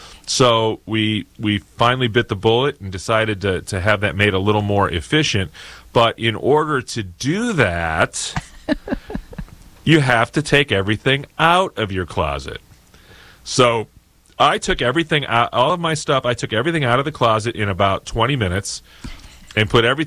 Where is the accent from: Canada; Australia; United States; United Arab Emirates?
United States; Joplin, Missouri; And KFSS in my hometown of Joplin, Missouri.